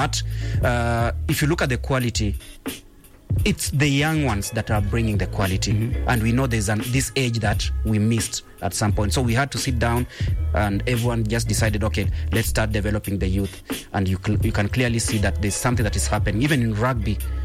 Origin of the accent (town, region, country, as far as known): Kenya